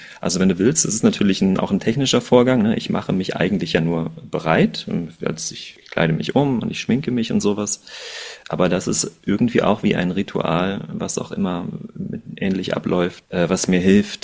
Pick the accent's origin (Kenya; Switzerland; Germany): Germany; Koblenz, Rhineland-Palatinate; moved away as an adult; also born or lived in Hildesheim; now in Bremen, Germany; Also ich bin in Koblenz geboren und aufgewachsen am Rhein, habe studiert in Hildesheim und bin dann nach Bremen gegangen.